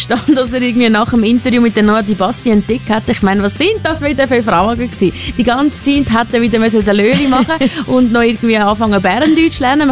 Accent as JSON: {"language": "German", "region": "Zurich", "country": "Switzerland", "said": "weil ich als Zürcherin habe es auch nicht gekannt."}